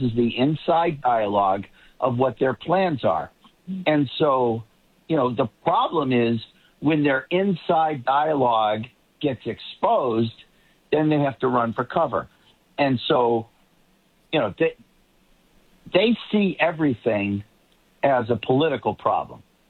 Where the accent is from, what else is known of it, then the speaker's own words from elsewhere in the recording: Boston, Massachusetts, United States; accent: Boston; Now, I'm a little sensitive to it because, as you know, Mark, I've lost my accent.